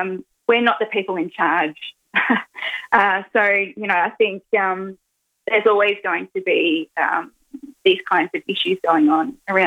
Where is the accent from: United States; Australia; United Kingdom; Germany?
Australia; Victoria; I grew up with my mum and my mother's mob. So I'm, you know, don't hold it against me. I grew up in Victoria.